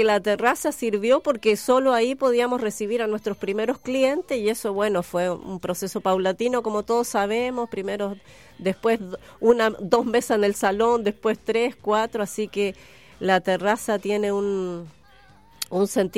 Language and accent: Spanish; Uruguay; moved away as an adult; now in Chile; Yo soy uruguaya y llegué hace muchos años a Chile, y fue una de las primeras ciudades que conocí y me encantó. Además, viviendo en Santiago, extrañaba mucho el mar, que era lo que yo tenía toda mi vida en Uruguay